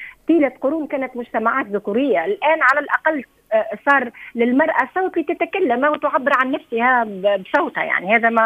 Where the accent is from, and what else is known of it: Tunisia